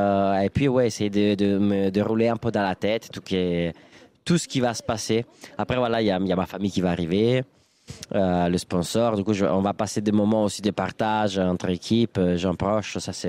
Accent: Milan, Lombardy, Italy; moi je viens pas du tout d'un milieu voileux, je suis des Milan, il n'y a pas de mer

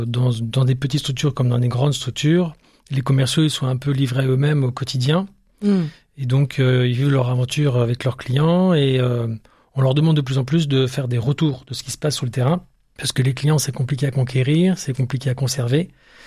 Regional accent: Aix-en-Provence, Provence-Alpes-Côte d'Azur, France; also born or lived in Lille; now in Niort, France; Voilà, je suis né à Lille et mes parents ont déménagé à Aix-en-Provence. Et j'ai fait une partie de mes études à Aix-en-Provence et à Marseille

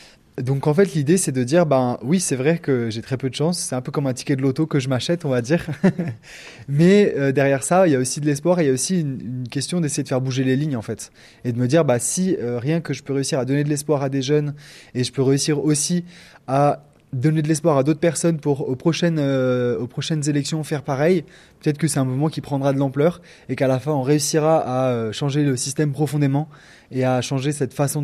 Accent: Villeurbanne, Auvergne-Rhône-Alpes, France; born there; mais moi, je suis né à Villeurbanne.

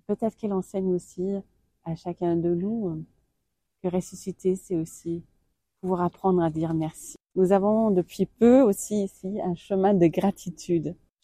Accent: Germany; now in Nevers, France; comme je suis allemande

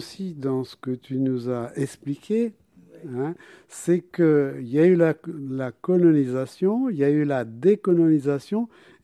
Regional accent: France; nous sommes français

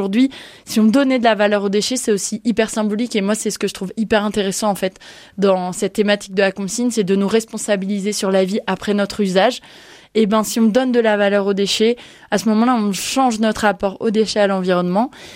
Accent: Tours, Centre-Val de Loire, France; born there; Moi, je suis de Tours, donc en fait, c'est des territoires que j'ai l'impression de connaître par cœur, que j'ai arpenté à tous les âges.

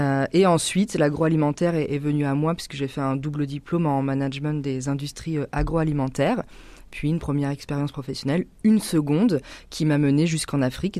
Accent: Normandy, France; moved away as an adult; also born or lived in Île-de-France / Netherlands; now in Vernon, France; Je suis normande, mais effectivement, j'ai habité en région parisienne pour mes études, puis aux Pays-Bas, enfin, j'ai pas mal voyagé, mais mes parents sont normands, voilà, purs normands. 100%.

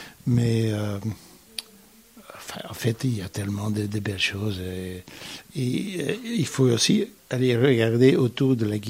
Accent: Belgium; je suis belge

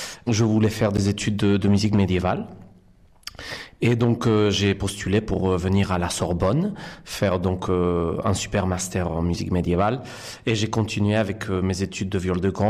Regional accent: Chile; moved away as an adult; now in France; Je viens du Chili.

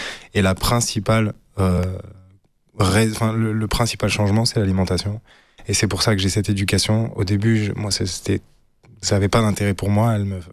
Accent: Saint-Restitut, Auvergne-Rhône-Alpes, France; En fait, j'ai grandi dans la Drôme. La Drôme provençale, dans un terrain familial où il y avait le restaurant de mes cousins.

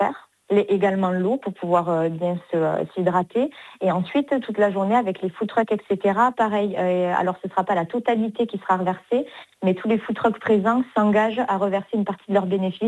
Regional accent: Sète, Occitanie, France; also born or lived in Béziers / Florensac; now in Toulouse, France; moi, je suis née à Béziers. J'ai grandi ensuite à Florensac et ensuite à Sète. Aujourd'hui, je vis à Toulouse avec mes deux enfants et mon mari.

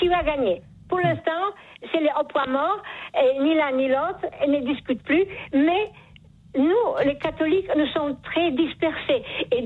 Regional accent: Poland; French is a second language; Je suis polonaise, je m'excuse. Alors, des fois j'accente qui n'est pas bon.

